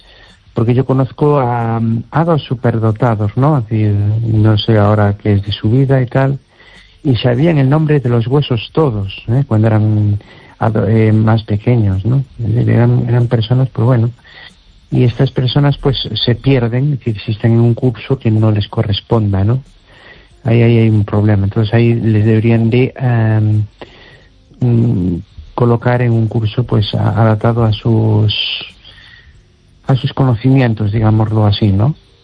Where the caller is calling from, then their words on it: Amoeiro, Galicia, Spain; de Amoeiro.